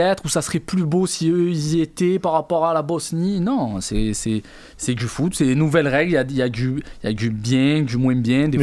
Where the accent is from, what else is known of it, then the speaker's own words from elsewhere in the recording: Algeria; je suis algérien